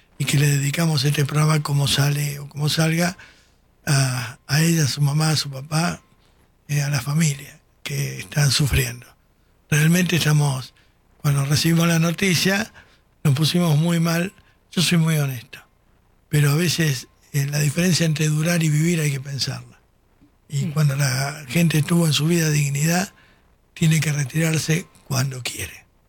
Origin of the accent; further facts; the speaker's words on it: Argentina; Me da vergüenza como argentino tener un pueblo tan boludo.